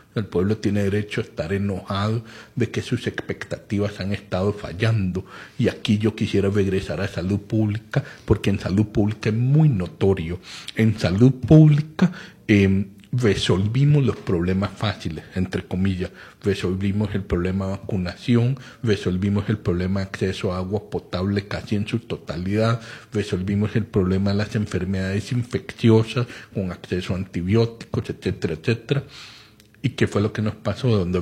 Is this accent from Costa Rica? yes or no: yes; Costa Rica